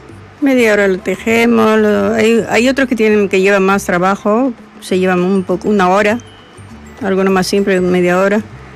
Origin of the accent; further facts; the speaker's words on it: Huancavelica, Peru; soy de Banca Bélica